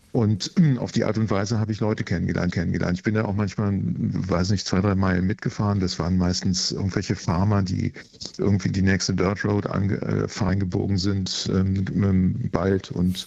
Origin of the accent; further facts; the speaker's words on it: Hesse, Germany; now in Berlin, Germany; Hallo aus Berlin nach Hessen, in mein Heimatland.